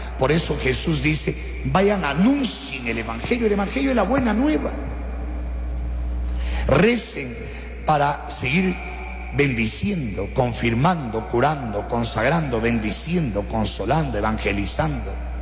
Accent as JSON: {"language": "Spanish", "country": "Peru", "said": "para que nos veamos como peruanos, como hermanos, como cristianos."}